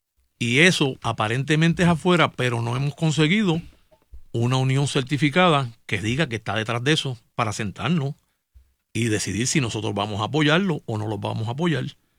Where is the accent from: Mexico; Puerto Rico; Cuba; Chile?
Puerto Rico; Y yo tengo mi creencia como puertorriqueño y mi ideología.